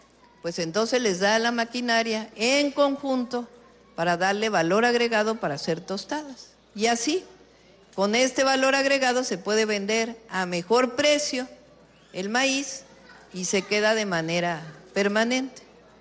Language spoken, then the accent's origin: Spanish; Mexico; lo que inventamos las mexicanas y los mexicanos.